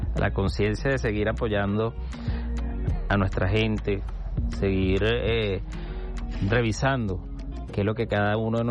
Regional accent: Venezuela; hacia nuestra gente, hacia nuestra población venezolana.

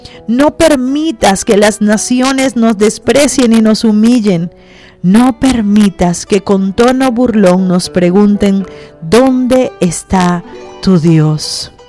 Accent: Venezuela; el escenario que estamos viviendo como venezolanos

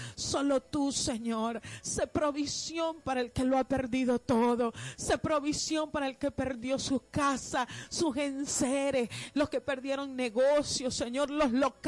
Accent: Venezuela

